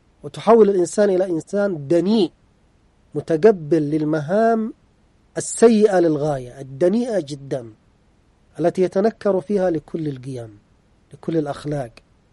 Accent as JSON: {"language": "Arabic", "country": "Yemen", "said": "عندنا في اليمن"}